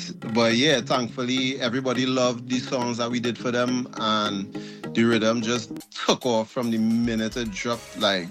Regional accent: Trinidad & Tobago; Yeah, we're from the east.

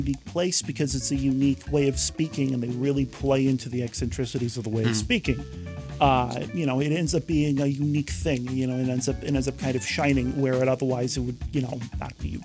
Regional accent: New Jersey, United States; I was raised in North Jersey.

